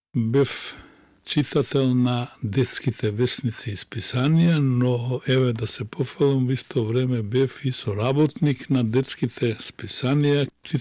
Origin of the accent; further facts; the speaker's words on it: Smilevo, Pelagonia, North Macedonia; Смилево е моето родно место, каде што ги поминав најубавите детски ученички моменти.